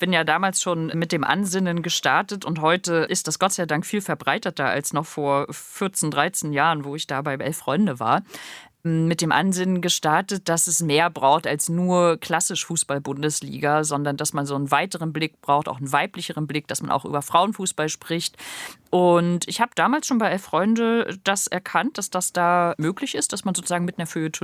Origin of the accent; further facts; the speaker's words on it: Rostock, Mecklenburg-Vorpommern, Germany; moved away as an adult; also born or lived in Cologne / Munich; ich bin ja auch aus dem Osten und ich bin ja nicht nur norddeutsch, sondern ich bin ja auch aus dem Osten, ich bin aus Rostock.